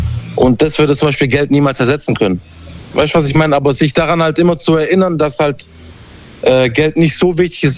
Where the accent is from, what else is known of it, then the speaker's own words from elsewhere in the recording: Ludwigsburg, Baden-Württemberg, Germany; Aus Ludwigsburg.